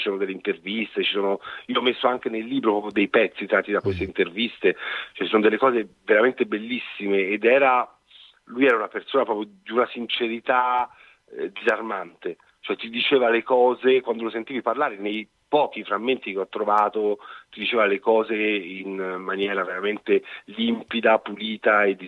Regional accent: Tuscany, Italy; now in Rome, Italy; oltre al fatto che essendo toscano, pur vivendo a Roma, torno a casa ogni volta che è possibile

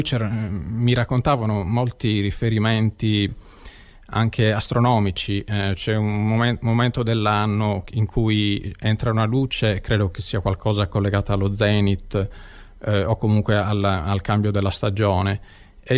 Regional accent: Sassari, Sardinia, Italy; sono nato e cresciuto in Sardegna, quindi l'estate era fissa al mare.

